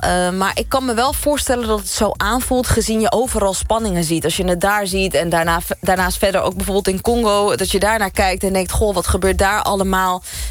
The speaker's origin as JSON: {"language": "Dutch", "country": "Iran", "moved": "yes", "said": "Mijn hart huilt zelf ook voor het Midden-Oosten, onder andere omdat ik zelf uit Iran kom."}